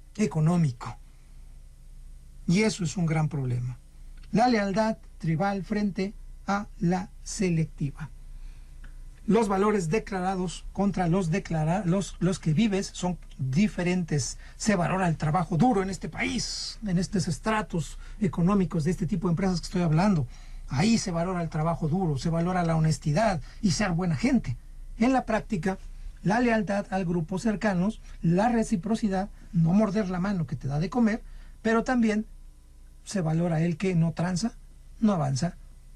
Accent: Mexico; esto somos nosotros como mexicanos, qué feo, ¿verdad?

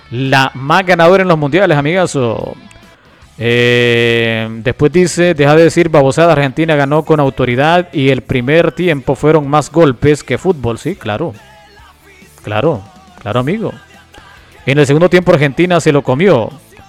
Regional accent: Honduras; Yo soy hondureño.

